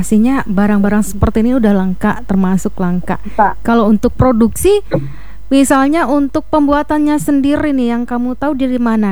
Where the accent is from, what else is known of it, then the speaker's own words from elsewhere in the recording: Central Kalimantan, Indonesia; Syarat utamanya itu kalau untuk kita suku Dayak.